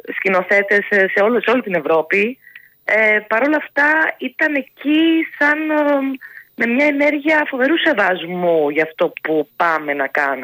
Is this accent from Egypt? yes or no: no; Greece; είμαι περήφανη που είμαι Ελληνίδα.